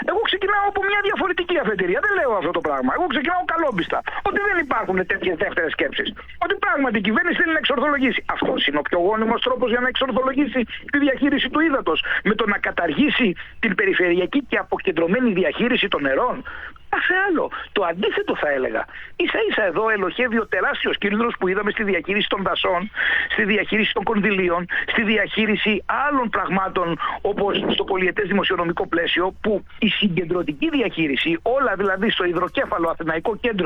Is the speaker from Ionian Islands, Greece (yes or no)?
yes; Kefalonia, Ionian Islands, Greece; Ας φέρω ένα παράδειγμα από την ιδιαίτερη πατρίδα μου. Εγώ κατάγομαι από την Κεφαλονιά.